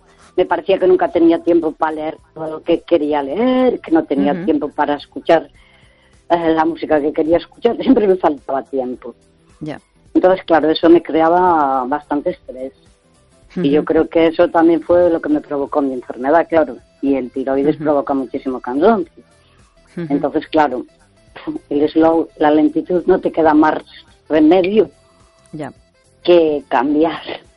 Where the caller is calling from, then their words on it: Santiago, Spain; de Santiago, bien, gracias.